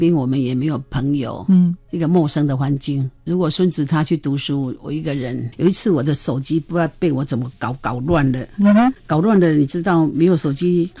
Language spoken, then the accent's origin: Chinese; Taiwan; 我们台湾人